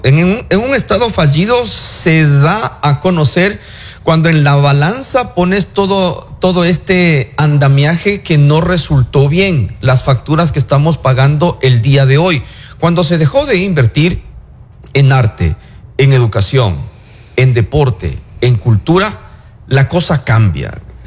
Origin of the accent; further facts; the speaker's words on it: Santo Domingo, Santo Domingo de los Tsáchilas, Ecuador; Santo Domingo es gente de, es tierra de gente muy emprendedora